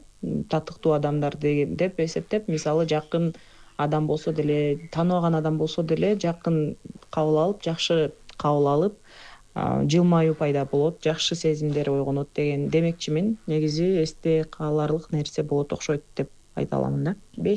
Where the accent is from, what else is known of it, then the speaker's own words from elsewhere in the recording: Kyzyl-Adyr, Talas Region, Kyrgyzstan; Негизи улутум боюнча мен татаркамын, Кыргызстанда төрөлүп өскөнмүн, чоңойгонмун. Ушул жерде Айтматов районунда Кызыл Адыр айылында туулуп өскөнмүн. Ошол жакта бала чак кезибиз өткөн.